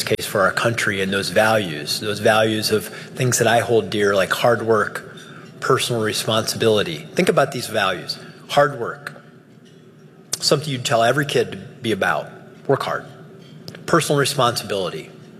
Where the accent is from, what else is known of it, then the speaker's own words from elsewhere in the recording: Ohio, United States; And I was raised on County Road J in rural Williams County. We couldn't even afford a name. We just had a letter, just County Road J.